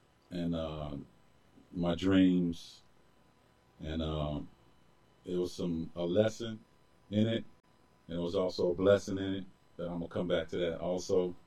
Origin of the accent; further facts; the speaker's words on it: Greensboro, North Carolina, United States; I mean, I'm from Greensboro.